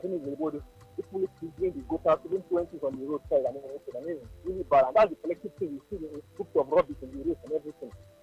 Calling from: Ijebu, Ogun, Nigeria; I'm calling from Ijebu.

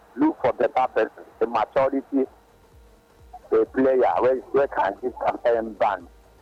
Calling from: Ajegunle, Lagos, Nigeria; calling from Ajegunle.

